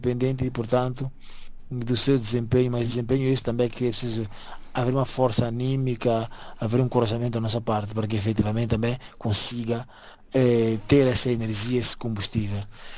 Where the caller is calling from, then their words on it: Mozambique; Sou moçambicano